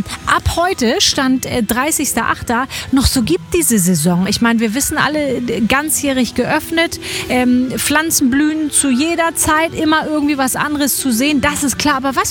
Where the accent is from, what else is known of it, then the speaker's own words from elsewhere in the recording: Hamburg, Germany; als Hamburger Dern kann ich euch nur sagen, hier in Planten und Blumen gibt es immer irgendwas zu sehen.